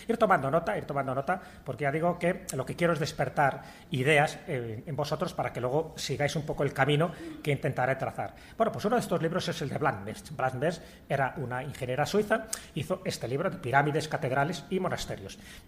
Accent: Spain; born there; como yo vivo en España, he nacido en España, pues evidentemente tiro para mi lugar

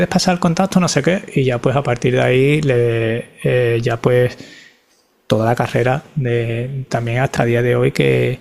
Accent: Seville, Andalusia, Spain; Yo me he criado entre Los Pajaritos y Torreblanca, ¿no?

